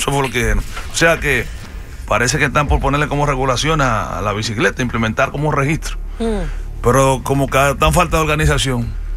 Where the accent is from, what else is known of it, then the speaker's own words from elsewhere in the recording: Salcedo, Hermanas Mirabal, Dominican Republic; now in New York, United States; mi pueblo Salcedo.